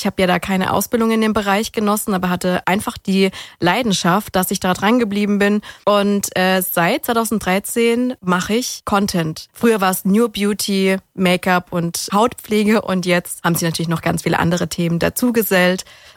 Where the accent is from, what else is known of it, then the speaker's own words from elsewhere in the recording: Ulm, Baden-Württemberg, Germany; now in Kornwestheim, Germany; Ich komme aus Ulm, aber ich wohne in der Nähe von Stuttgart, so gefühlt.